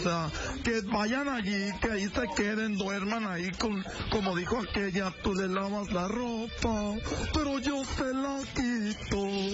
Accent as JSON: {"language": "Spanish", "town": "Silao", "region": "Guanajuato", "country": "Mexico", "said": "Sí, yo soy de Guanajuato. Sí, soy de Silao, Guanajuato."}